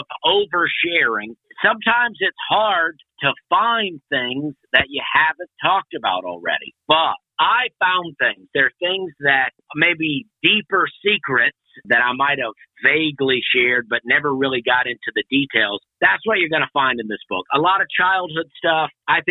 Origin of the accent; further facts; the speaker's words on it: Alabama, United States; moved away as an adult; I grew up in Alabama. And then when I was 21, I moved to Charleston, South Carolina.